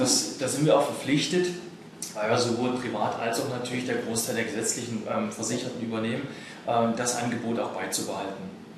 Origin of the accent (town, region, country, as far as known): Halle, Saxony-Anhalt, Germany